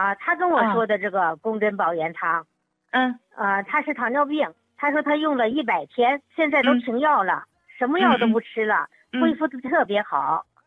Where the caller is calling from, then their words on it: Shenyang, Liaoning, China; 我是沈阳的，